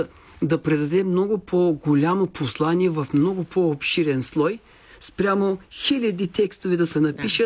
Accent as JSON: {"language": "Bulgarian", "town": "Aytos", "region": "Burgas Province", "country": "Bulgaria", "moved": "as an adult", "lives_now": "Turkey", "said": "не мога да кажа, че съм роден в Айтос, ама аз съм живял"}